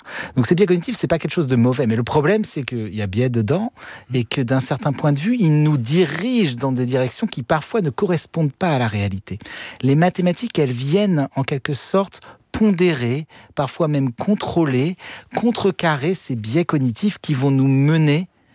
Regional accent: Fréjus, Provence-Alpes-Côte d'Azur, France; born there; la plage de mon enfance à Fréjus.

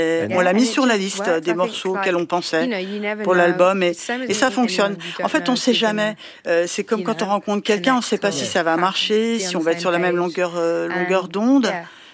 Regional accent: Walsall, West Midlands, United Kingdom; Ouais, c'est là d'où je viens.

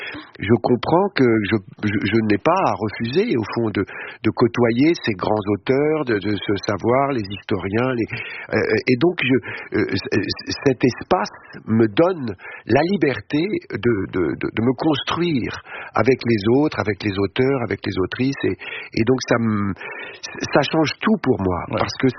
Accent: Toulon, Provence-Alpes-Côte d'Azur, France; quand j'étais jeune à Toulon

